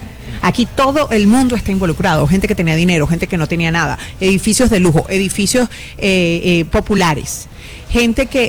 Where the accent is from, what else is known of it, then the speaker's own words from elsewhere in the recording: Venezuela; moved away; yo misma, siendo venezolana